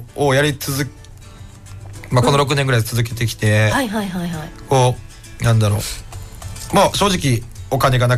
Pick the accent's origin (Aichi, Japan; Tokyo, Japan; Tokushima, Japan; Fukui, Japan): Tokushima, Japan; Ishii; moved away as an adult; also born or lived in Osaka; 僕は徳島県の石井町っていうところです